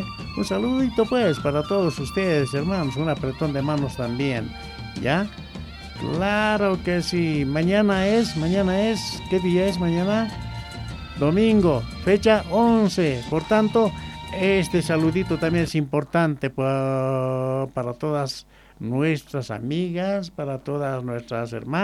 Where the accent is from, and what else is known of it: Bolivia